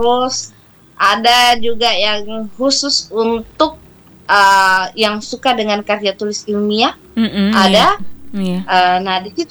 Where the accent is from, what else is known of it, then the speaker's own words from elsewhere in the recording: South Sulawesi, Indonesia; Nah, tentu sebagai anak Sulawesi Selatan harus berbangga dong dengan kebudayaan kita, khususnya di seni.